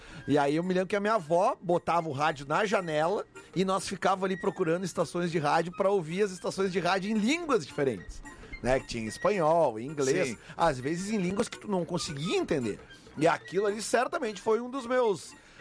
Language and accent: Portuguese; Porto Alegre, Rio Grande do Sul, Brazil; Como eu morava na Avenida Farrapos, que é uma avenida próxima ao Rio aqui em Porto Alegre, onde eu nasci, no 7º andar, de noite...